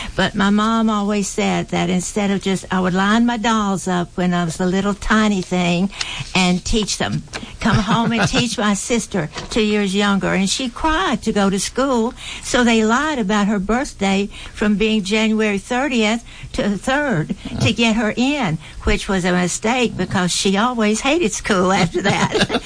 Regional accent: Tioga, Louisiana, United States; also born or lived in Alexandria / Shreveport; I am originally from Tioga and Ball, Louisiana, that area, born in Alexandria, but moved to Shreveport with my dad's job change when I was in middle school, then junior high

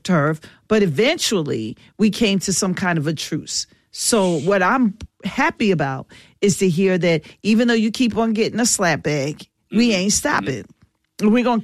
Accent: Philadelphia, Pennsylvania, United States; Philly, you know.

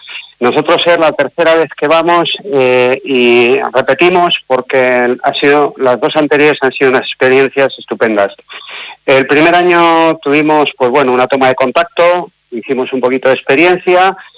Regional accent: Spain; Somos los únicos españoles que vamos.

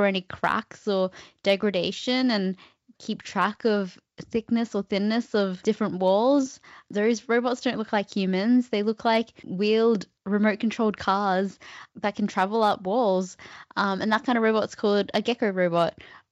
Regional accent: Cairns, Queensland, Australia; I grew up in Cairns and far north Queensland

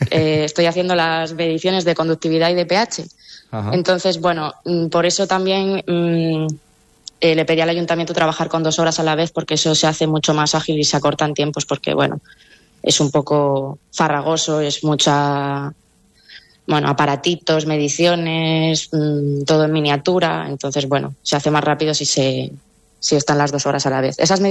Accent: Avilés, Asturias, Spain; yo soy de Avilés

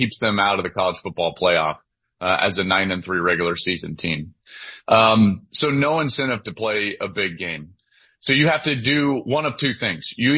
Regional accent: Denver, Colorado, United States; now in California, United States; I'm from Colorado.

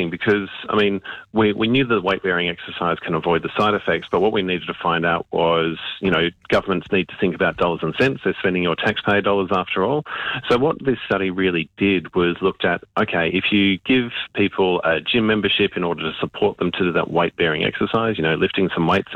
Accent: Canberra, Australian Capital Territory, Australia; I'm old enough to remember Life Be In It when I was growing up in Canberra.

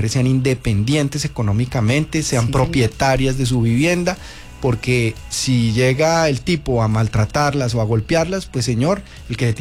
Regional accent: Colombia

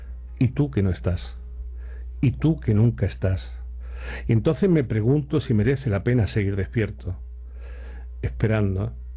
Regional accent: Ronda, Andalusia, Spain; ¿Sí? Estoy muy orgulloso de mi pueblo. Entonces … para que pueda identificarme.

